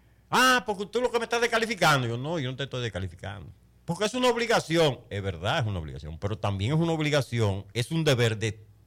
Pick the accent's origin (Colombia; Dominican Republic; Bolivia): Dominican Republic; yo, como ciudadano dominicano